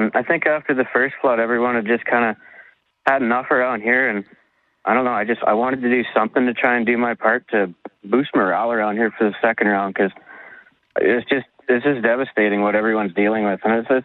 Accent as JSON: {"language": "English", "town": "Lynn Lake", "region": "Manitoba", "country": "Canada", "said": "No, I mean, I'm originally from Lynn Lake, Manitoba, so I'm used to forest fires."}